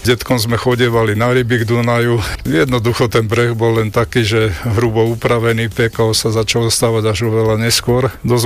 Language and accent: Slovak; Bratislava, Bratislava Region, Slovakia; Som vyrastal v Bratislave, až do prvej triedy som chodil na Zochovej. No a poznám ešte celé to Podhradie, jak bolo.